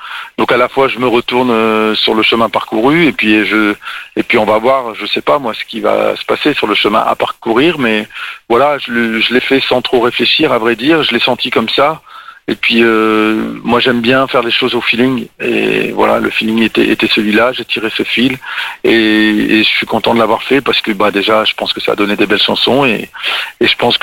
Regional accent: France; si on prend la France, je suis né, j'ai grandi en France, c'est un pays magnifique

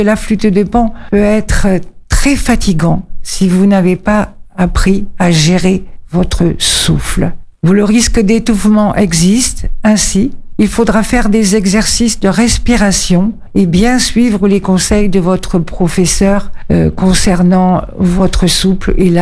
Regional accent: Mediterranean, France; moved away; ça vient du pays d'où je viens, de la Méditerranée.

